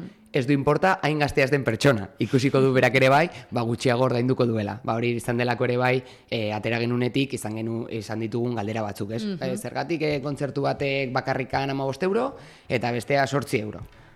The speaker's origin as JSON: {"language": "Basque", "town": "Irun", "region": "Basque Country", "country": "Spain", "said": "baina irundarra naiz"}